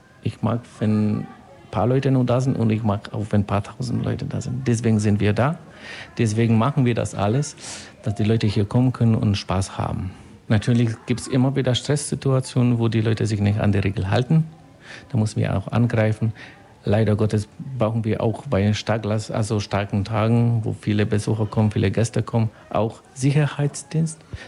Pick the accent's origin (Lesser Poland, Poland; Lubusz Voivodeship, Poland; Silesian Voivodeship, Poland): Silesian Voivodeship, Poland; German is a second language; now in Ulm, Germany; Ich komme direkt aus Polen, in Südpolen, in der Nähe von Katowice, aus Oberschlesien. Bin genauso so stolz wie die bayerische Anwohner hier in Deutschland. Das ist ziemlich ähnliche Mentalität und so. Da sind meine Wurzel, das ist meine Familie.